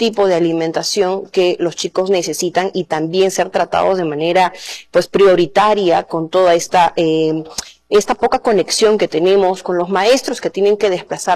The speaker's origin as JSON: {"language": "Spanish", "country": "Peru", "said": "nosotros como peruanos realmente nos quedamos completamente abandonados."}